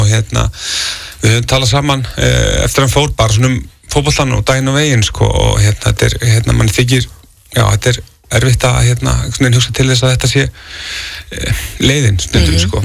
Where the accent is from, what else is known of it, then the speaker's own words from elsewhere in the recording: Reykjavík, Capital Region, Iceland; ég er úr Grafvogi að hérna svona síðustu ár þá, ég ætla ekki að segja að það er ykkur bylgja en það er mikið að krökkum, ungum sem að hafa týnt lífi sínu úr Grafvogi